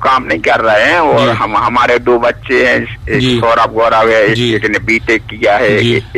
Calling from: Madhya Pradesh, India; अम्बेडकर चौक Tagore ward fry से

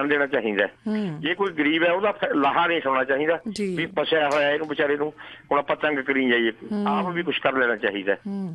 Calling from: Punjab, India; ਪਿੰਡ ਬੌੜਾ ਖੁਰਦ ਨੇੜੇ ਨਾਭਾ।

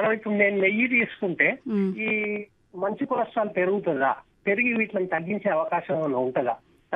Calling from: Chennai, Tamil Nadu, India; నేను చెన్నై నుంచి మాట్లాడుతున్నాను

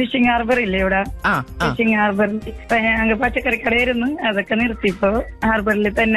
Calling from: Kochi, Kerala, India; എന്റെ ഇപ്പൊ ഫോർട്ട് കൊച്ചി പട്ടാളത്താണ് ഞാൻ താമസിക്കുന്നത്.

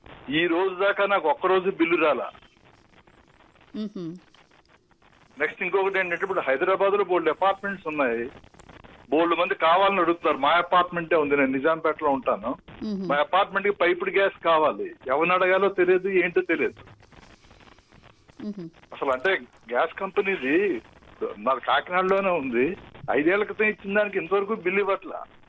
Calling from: Telangana, India; నేను హైదరాబాద్ నిజామాబాద్ నుంచి మాట్లాడుతున్నా.

